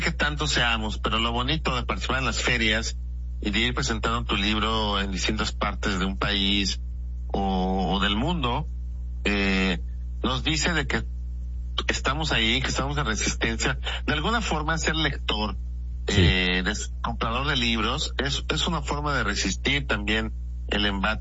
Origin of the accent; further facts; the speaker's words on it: Mexico; al menos como mexicano, en España